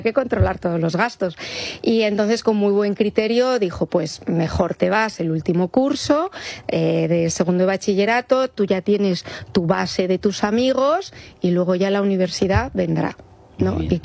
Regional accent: Madrid, Community of Madrid, Spain; born there

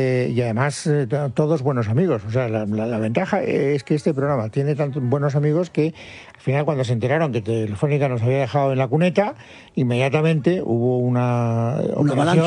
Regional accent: Castellón, Valencian Community, Spain; Es que como vengo de Castellón, todavía con la mentalidad Ibercaja.

